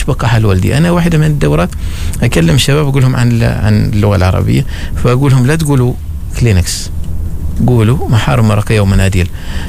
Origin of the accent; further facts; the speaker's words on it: Oman; لأني أنا تو عماني وبامدح عمان